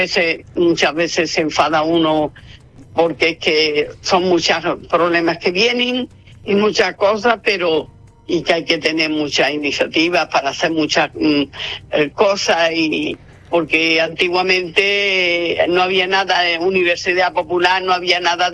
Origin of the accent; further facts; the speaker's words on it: Granada, Andalusia, Spain; now in San Roque, Spain; no somos nacidas aquí en San Roque. Yo me considero también ya sanroqueña, ¿no? Pero yo no soy sanroqueña, soy granajina, soy de Granada, pero yo, San Roque, pues para mí es como si yo hubiera nacido aquí.